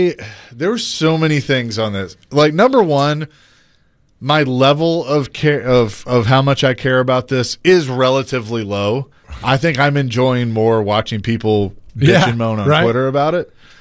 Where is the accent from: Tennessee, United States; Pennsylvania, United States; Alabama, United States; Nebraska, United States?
Tennessee, United States; Bellevue; I'm from Bellevue